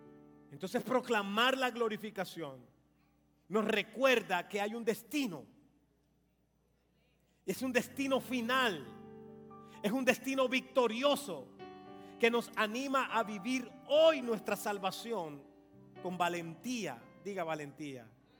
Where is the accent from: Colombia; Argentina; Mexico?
Colombia